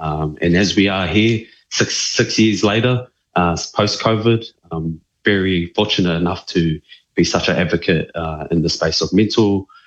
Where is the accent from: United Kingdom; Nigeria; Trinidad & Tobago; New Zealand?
New Zealand; also born or lived in Tokoroa / South Auckland; now in Auckland, New Zealand; I am a proud New Zealand-born Cook Island Welsh descendant. I grew up in Tokoroa and South Auckland.